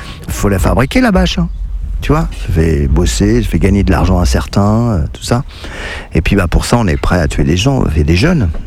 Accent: Saint-Nazaire, Pays de la Loire, France; moi je viens de Saint-Nazaire en Loire-Atlantique

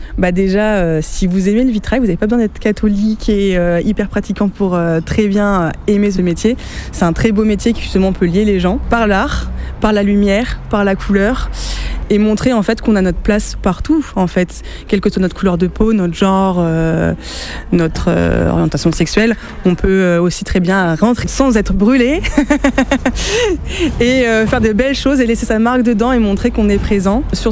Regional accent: Nouvelle-Aquitaine, France; on rayonne plus en Dordogne parce que c'est notre coin, vu qu'on est du Nontronné.

